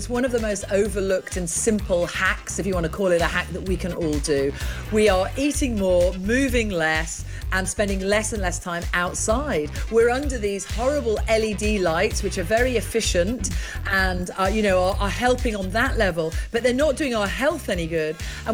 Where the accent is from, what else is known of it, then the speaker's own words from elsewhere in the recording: Ireland; born there; I was number 1 in the UK, and I was like, but I want to be number 1 in Ireland as well, because I was born in Ireland.